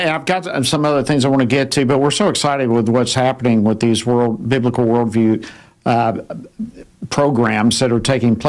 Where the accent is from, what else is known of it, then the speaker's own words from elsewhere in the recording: Georgia, United States; moved away; my home state of Georgia